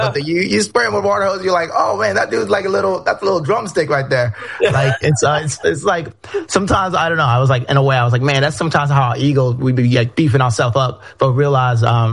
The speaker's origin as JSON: {"language": "English", "town": "Haleiwa", "region": "Hawaii", "country": "United States", "tie": "born or raised there", "also_born_or_lived": "Kailua", "said": "Yeah, I was born and raised in Hawaii. I was born in Kailua, so the east side of the island, and then raised on the north shore of this little town called Haleiwa."}